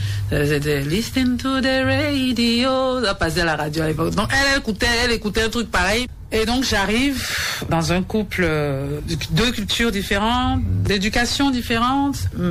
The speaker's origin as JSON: {"language": "French", "country": "Benin", "said": "Évidemment, en tant que béninoise et femme, mais il y a des choses différentes."}